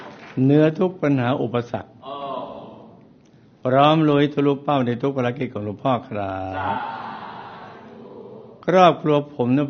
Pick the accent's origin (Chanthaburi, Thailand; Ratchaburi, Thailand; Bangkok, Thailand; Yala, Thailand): Yala, Thailand; born there; ผมเกิดที่เมืองยะลาย